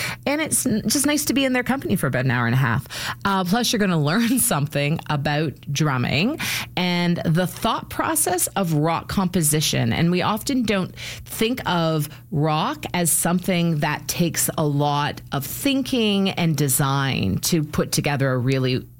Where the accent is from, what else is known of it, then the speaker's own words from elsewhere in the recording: Canada; I'm Canadian